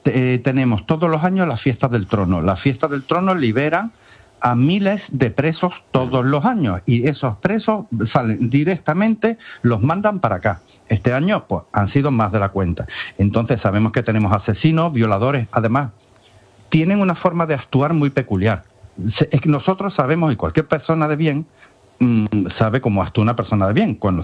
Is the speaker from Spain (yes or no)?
yes; Ceuta, Spain